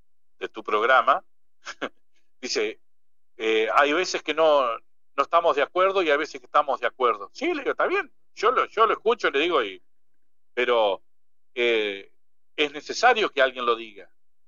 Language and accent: Spanish; Diamante, Entre Ríos, Argentina; yo me crié acá en Diamante, calcularle que yo, acá en el barrio, nosotros teníamos todo campito y campo para allá atrás, después se pobló todo